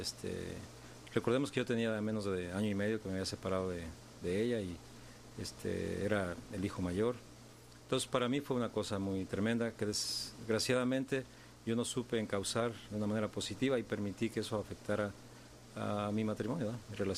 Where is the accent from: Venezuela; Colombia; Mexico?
Mexico; now in Chicago, United States; Soy mexicano y al igual que mi esposa, llevo muchos años radicado en Chicago, 1968 para ser exactos.